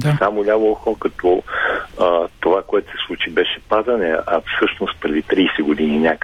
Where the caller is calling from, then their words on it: Sofia, Sofia City, Bulgaria; съм от София.